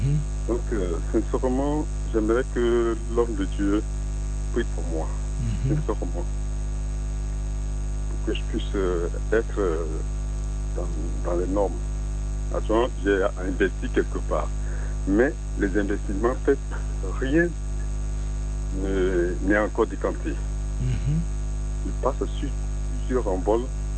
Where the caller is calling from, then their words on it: Abidjan, Côte d’Ivoire; Je t'appelle d'Abidjan.